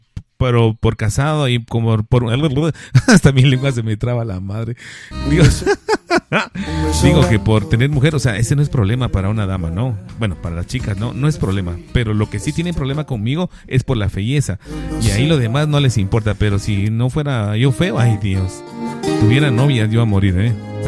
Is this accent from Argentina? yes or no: no; Guatemala